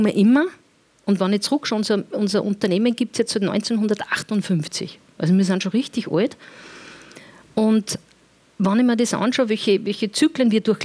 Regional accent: Upper Austria, Austria; Also ich sage, als Oberösterreicherin, wenn ich ein bisschen flapsig rede, das liegt dann irgendwo, wenn ich meinen Dialekt ein bisschen reinfalle.

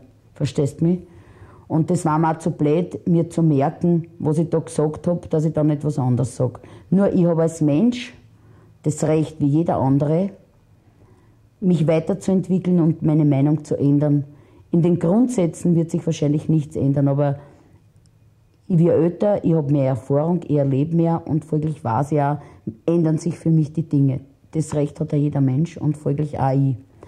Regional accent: Vienna, Austria; Da ist der zweite Bezirk, wo ich aufgewachsen bin, voll mit mir durchgegangen.

